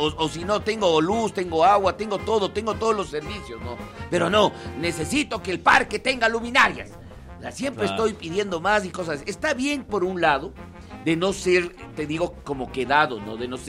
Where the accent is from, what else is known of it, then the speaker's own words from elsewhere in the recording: Quito, Pichincha, Ecuador; los pobladores de acá de nuestra ciudad también nos quejábamos